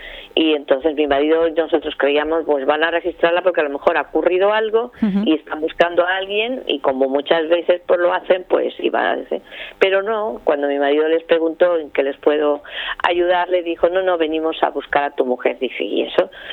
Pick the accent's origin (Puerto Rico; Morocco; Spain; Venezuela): Spain; soy española